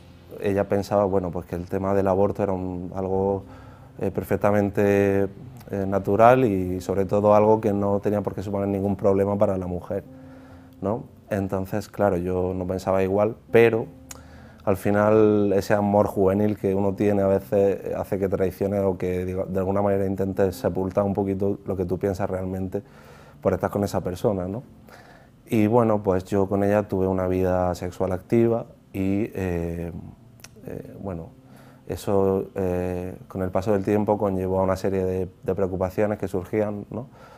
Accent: Almería, Andalusia, Spain; moved away as an adult; soy de Almería y bueno, he vivido toda la vida allí, ¿no? Pero decidí embarcarme en una aventura en un momento determinado, en 2019, hacia Nueva York

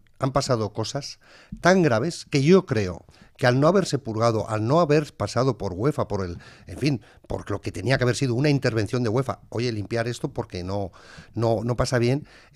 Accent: Spain; yo soy súper español, súper de España siempre.

